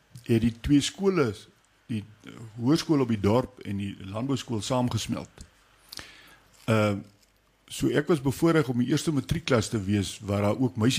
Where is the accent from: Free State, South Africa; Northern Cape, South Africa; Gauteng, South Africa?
Northern Cape, South Africa; Loxton; also born or lived in Pretoria West; My pa is hier, het hier groot geraak. Ek is gebore in Pretoria West en ek het hier groot geraak. Ja. Ek is bevoorreg om 'n paar kleinseuns al te hê. So hulle is al die vyfde geslag wat hier in Loxton bly.